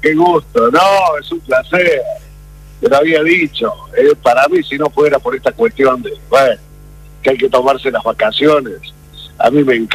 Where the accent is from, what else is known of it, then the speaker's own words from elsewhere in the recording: Santa Eufemia, Córdoba, Argentina; No, estoy en mi pueblo, en Santa Eufemia, siempre de temporada.